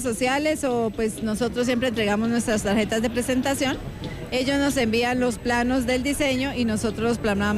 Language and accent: Spanish; Guacamayas, Boyacá, Colombia; vengo desde el municipio de Guacamayas, Boyacá.